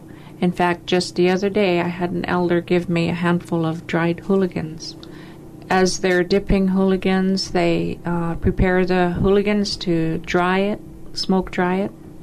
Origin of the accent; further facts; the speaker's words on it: Klukwan, Alaska, United States; I'm from Klukwan, Alaska.